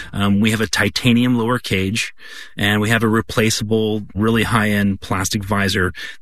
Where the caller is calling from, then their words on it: Arlington, Virginia, United States; Hello, Guy and Chris. … I'm calling in from Arlington, Virginia.